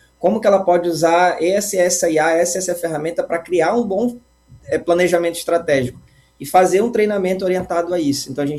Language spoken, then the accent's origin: Portuguese; Belém, Pará, Brazil; accent: paraense; now in Florianópolis, Brazil; aqui meu sotaque totalmente paraense, todo mundo reconhece.